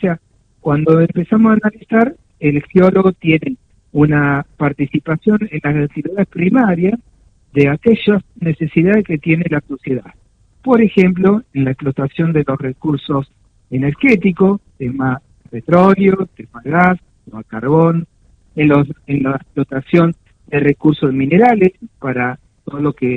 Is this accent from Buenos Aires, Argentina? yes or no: yes; Buenos Aires, Argentina; moved away as an adult; now in San Luis, Argentina; yo vengo de provincia de Buenos Aires